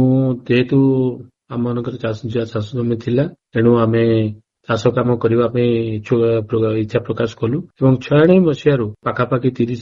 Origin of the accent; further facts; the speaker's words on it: Bhairab Singhpur, Odisha, India; ମୋ ଗାଁ ନାଁ ହଉଛି ଭୈରବ ସିଂହପୁର, ଜିଲ୍ଲା କୋରାପୁଟ।